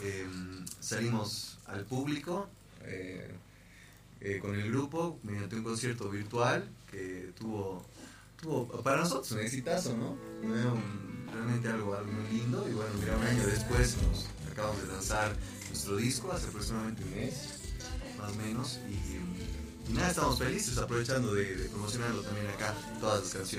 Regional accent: Tarija, Bolivia; Sí, de Cochabamba, venimos desde ahí, bueno, con varias raíces esparcidas por ahí. Yo soy de Tarija.

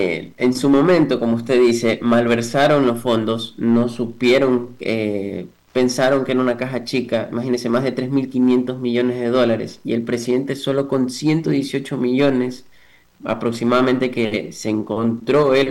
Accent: Manabí, Ecuador; yo, que soy manabita

